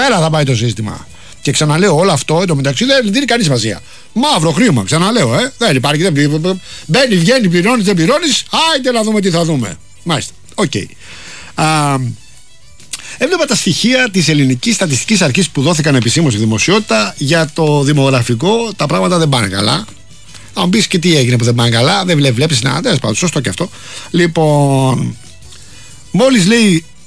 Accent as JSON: {"language": "Greek", "town": "Rafina", "region": "Attica", "country": "Greece", "tie": "born or raised there", "said": "θα πάμε στη Ραφίνα αργότερα, την πατρίδα μου"}